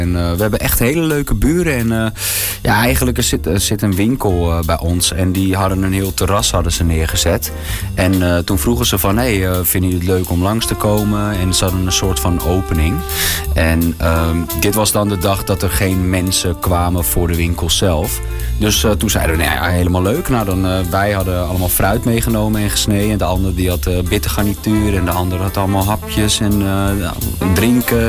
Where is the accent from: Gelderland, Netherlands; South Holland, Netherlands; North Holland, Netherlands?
North Holland, Netherlands; Amsterdam; moved away as an adult; now in Huizen, Netherlands; En ik kom zelf uit Amsterdam-Noord.